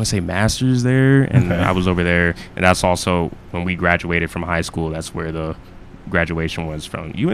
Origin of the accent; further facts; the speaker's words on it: Carrollton, Texas, United States; also born or lived in Louisville; now in The Colony, United States; I grew up in Carrollton. Okay. Spent some time in Louisville, and I'm currently living with my dad in the Colony, so okay. North Dallas.